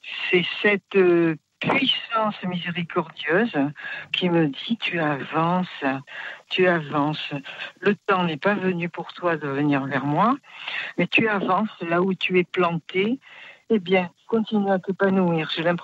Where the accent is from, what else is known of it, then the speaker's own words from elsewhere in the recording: Poitiers, Nouvelle-Aquitaine, France; now in Marseille, France; Je suis native de Poitiers.